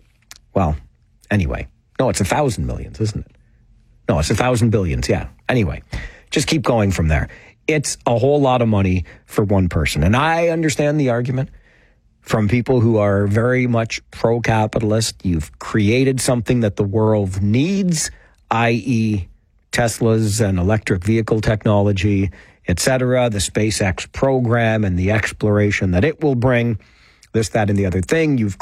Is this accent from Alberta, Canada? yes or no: no; Kitchener, Ontario, Canada; born there; I was only there till I was 6 years old. So, I mean, I was born in the North Ward.